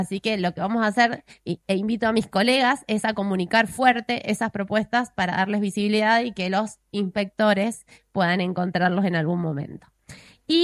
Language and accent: Spanish; Argentina